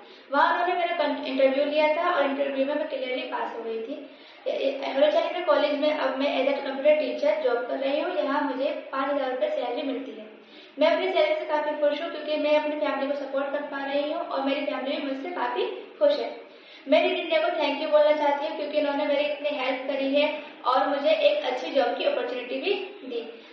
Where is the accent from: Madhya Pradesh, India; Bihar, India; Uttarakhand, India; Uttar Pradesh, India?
Uttar Pradesh, India; Rampur; मैं बी ए first year में हूँ और मैं पीडब्ल्यूडी कॉलोनी मधुबनी टोला रामपुर उत्तर प्रदेश की रहने वाली हूँ।